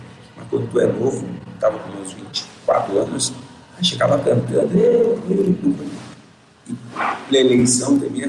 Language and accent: Portuguese; Brazil; moved away as an adult; also born or lived in Japan; Não pode cantar, cara, sou brasileiro.